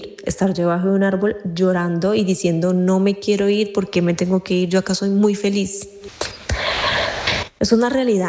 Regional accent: Colombia; Como colombiana, como campesina, como víctima del desplazamiento dos veces y como migrante, espero que el próximo presidente de Colombia entienda el valor de la paz.

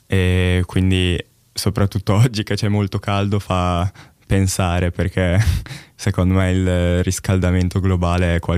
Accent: Reggio Emilia, Emilia-Romagna, Italy; now in Leipzig, Germany; sono qui a Lipsia da 3 settimane e vengo da Reggio Emilia e sono qui per un tirocinio con il progetto Erasmus. Reggio Emilia si trova vicino a Bologna ed è una piccola città

